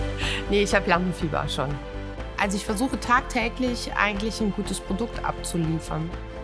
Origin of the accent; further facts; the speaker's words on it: Cologne, North Rhine-Westphalia, Germany; Ich bin in Köln groß geworden und da ist natürlich der Karneval auch ganz wichtig.